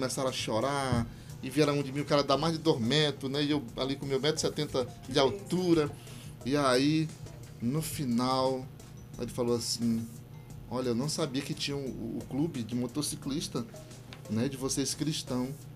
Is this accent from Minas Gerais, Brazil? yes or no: no; Maranhão, Brazil; now in Paragominas, Brazil; mas adotivo aqui em Paragominas. Desde 1995 eu sou paraense, adotivo.